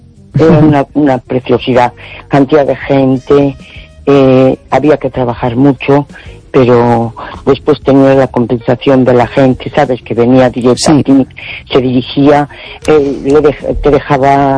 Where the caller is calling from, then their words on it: A Coruña, Galicia, Spain; de Coruña.